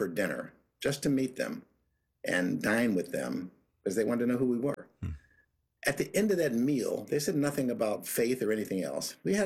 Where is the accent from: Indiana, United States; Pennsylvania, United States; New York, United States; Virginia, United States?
Pennsylvania, United States; Pittsburgh; And so I grew up there in Pittsburgh, a paper boy from Paulson Avenue in Pittsburgh, Pennsylvania.